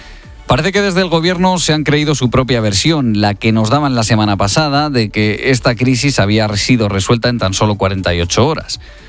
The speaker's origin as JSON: {"language": "Spanish", "town": "Vegas de Matute", "region": "Castile and León", "country": "Spain", "said": "Este incendio de Navas de San Antonio ha mantenido en vela durante esta madrugada a mi pueblo, a Vegas de Matute."}